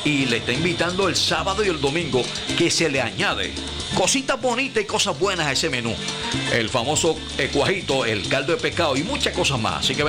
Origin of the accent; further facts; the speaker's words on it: Sabana Grande, Puerto Rico; mi pueblo Sabana Grande. Ah, mi pueblo Sabana Grande, mi barrio Molina City.